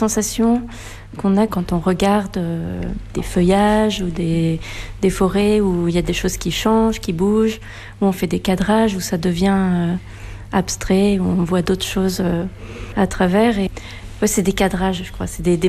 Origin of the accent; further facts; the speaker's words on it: France; moved away as an adult; also born or lived in Brussels; Je suis française, ouais. J'ai habité à Bruxelles pendant 17 ans et je suis retournée en France